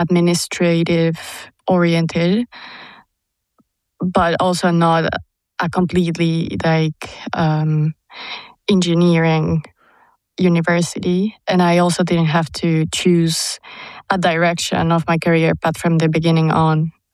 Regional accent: Lima, Peru; English is a second language; now in Germany; Okay, so I'm from Lima. This German school in Lima, and I feel like therefore we always had this encouragement to study in Germany, move here

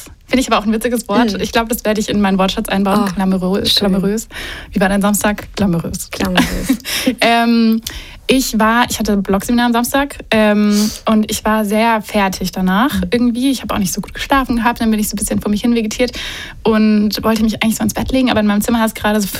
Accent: Swabia, Germany; ich bin Schwabe

